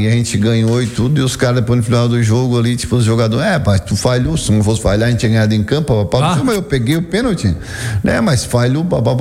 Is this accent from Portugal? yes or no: no; Turvo, Brazil; sou natural do Turvo